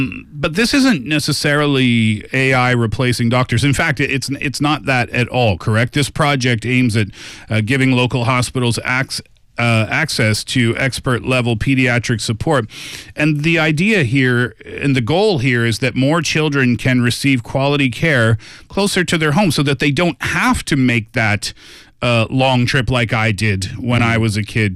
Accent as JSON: {"language": "English", "country": "Canada", "tie": "born or raised there", "said": "We had this in Canada too. My hometown is only 1,000 people, right? So I remember when I was a kid, if it was super basic, we would go to the local clinic."}